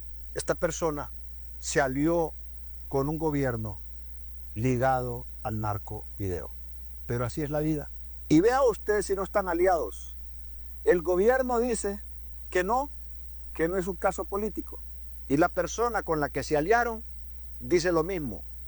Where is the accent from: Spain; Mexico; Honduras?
Honduras; Porque si como hondureños creemos que todo esto es un desastre, nos vamos a hundir.